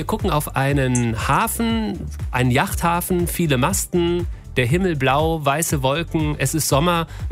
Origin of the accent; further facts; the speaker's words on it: Southern Germany, Germany; Ich komme aus Süddeutschland.